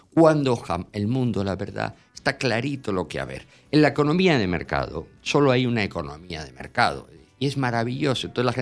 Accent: Panama; Yo soy panameño, soy español y soy panameño.

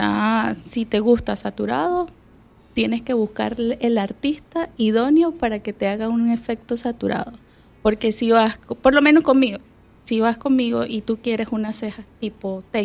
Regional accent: Venezuela; moved away as an adult; also born or lived in Colombia / Dominican Republic; now in Panama; después me hago mi primer curso allí en Venezuela. Soy nacionalidad de Venezuela, hago la primera capacitación allí

